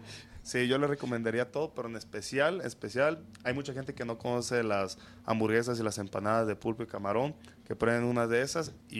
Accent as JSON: {"language": "Spanish", "town": "Tepic", "region": "Nayarit", "country": "Mexico", "moved": "yes", "said": "Vengo de Tepic, Nayarit, de un pueblito que se llama La Fortuna."}